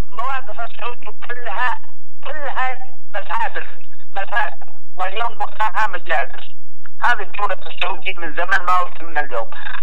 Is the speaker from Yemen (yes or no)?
yes; Yemen; احنا كشعب يمني